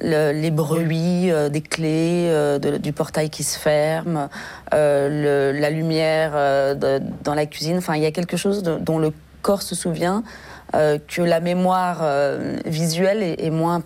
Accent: Paris, Île-de-France, France; Non, j'ai grandi à Paris.

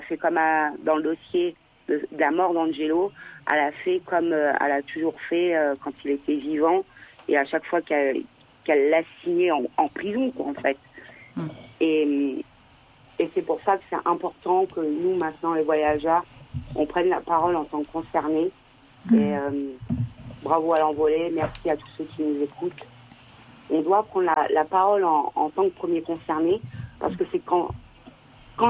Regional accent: France

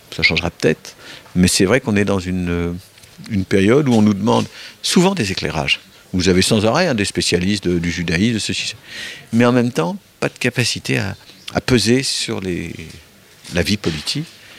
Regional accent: France; nous autres Français, peut-être plus que d'autres, avons l'habitude de réfléchir en tant que Français

